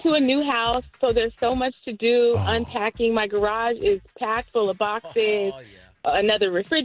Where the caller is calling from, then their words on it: Upland, California, United States; I'm calling from Upland, California.